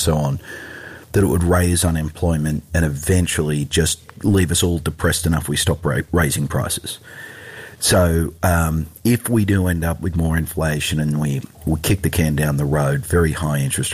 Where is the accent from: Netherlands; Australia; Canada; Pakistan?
Australia; now in United States; my home country of Australia